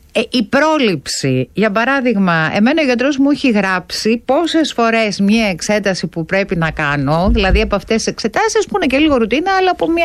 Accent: Serres, Central Macedonia, Greece; γιατί εγώ είμαι από τα Σέρα

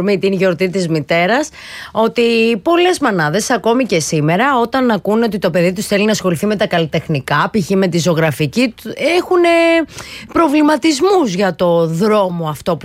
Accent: Thessaloniki, Central Macedonia, Greece; moved away; στην πατρίδα μου, στην Θεσσαλονίκη μας, την όμορφη.

